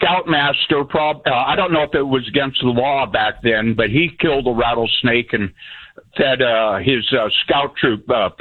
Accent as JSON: {"language": "English", "town": "Roseville", "region": "California", "country": "United States", "tie": "born or raised there", "said": "growing up in the Roseville area, the warnings that went out when they were filling up Folsom Lake the first time"}